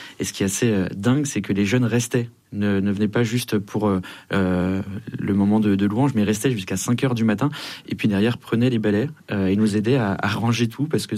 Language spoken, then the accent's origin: French; Argenteuil, Île-de-France, France; Moi, je suis d'Argenteuil